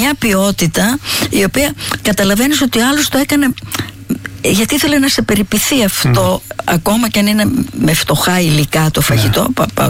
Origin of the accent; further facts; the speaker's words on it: Greece; Και σαν Ελληνίδα και σαν γυναίκα.